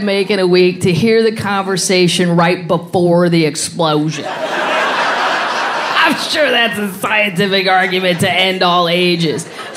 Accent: Missouri, United States; moved away; Originally, I'm from Missouri.

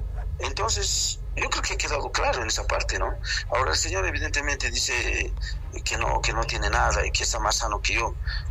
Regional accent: Bolivia; llamar a la unidad de mi pueblo boliviano, del cual somos nosotros todos. Los bolivianos somos únicos

